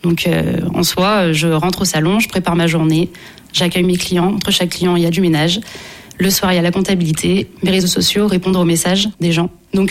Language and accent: French; Auvergne-Rhône-Alpes, France; j'ai 31 ans, je suis maman aussi, je viens du Beaujolais. Alors puis une pure souche.